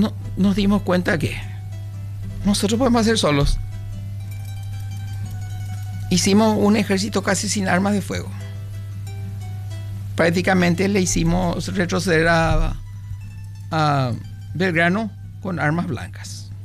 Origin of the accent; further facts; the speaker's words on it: Paraguay; Pero seguimos siendo paraguayos.